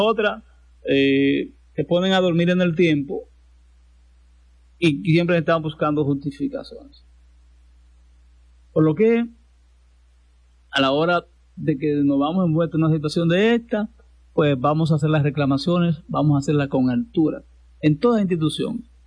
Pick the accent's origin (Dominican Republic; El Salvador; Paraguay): Dominican Republic; San Francisco de Macorís, Duarte; También el sector 27 de febrero allá en San Francisco de Macorís, en mi pueblo amado